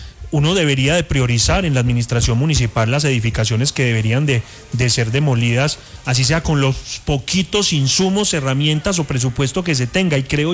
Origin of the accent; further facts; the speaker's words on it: Colombia; Todos nosotros somos los colombianos, somos así, inconformes para todo.